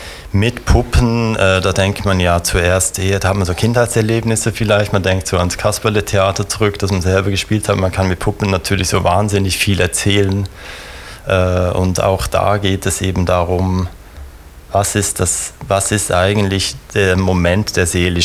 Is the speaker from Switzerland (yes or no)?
yes; Switzerland; moved away as an adult; now in Vienna, Austria; als Schweizer